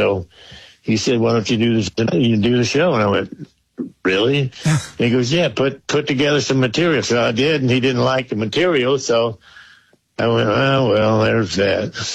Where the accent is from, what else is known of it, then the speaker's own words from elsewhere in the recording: Georgia, United States; My heritage, the South, growing up in Georgia.